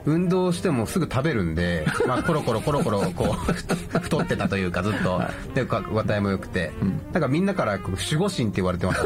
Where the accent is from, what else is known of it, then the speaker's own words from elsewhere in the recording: Sapporo, Hokkaido, Japan; 札幌出身です。